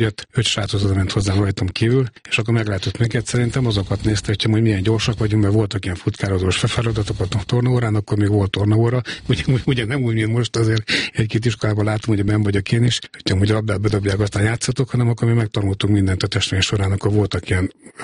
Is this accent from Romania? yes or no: no; Miskolc, Borsod-Abaúj-Zemplén, Hungary; born there; Miskolcon születtem 1965-ben